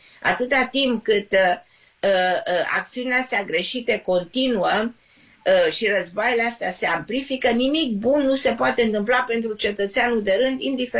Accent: Romania; Eu privesc lucrurile ca cetățean american și ca român

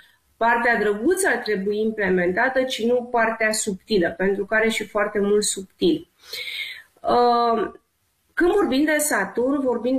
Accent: Romania; noi credem, ca și români, că doar în România avem taxe

